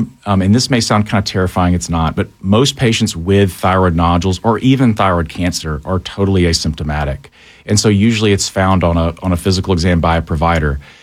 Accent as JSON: {"language": "English", "town": "Dahlonega", "region": "Georgia", "country": "United States", "said": "So I'm originally from Dahlonega, Georgia. My mother was a primary care physician up there until she most recently retired."}